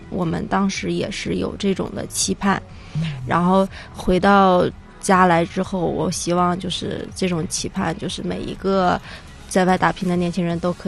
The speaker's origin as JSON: {"language": "Chinese", "region": "Northeast China", "country": "China", "tie": "born or raised there"}